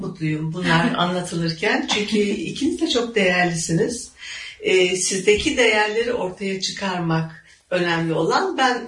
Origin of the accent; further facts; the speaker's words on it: Gaziantep, Turkey; born there; Bir şeyde ben Gaziantep doğumluyum ve devlet okullarında okudum.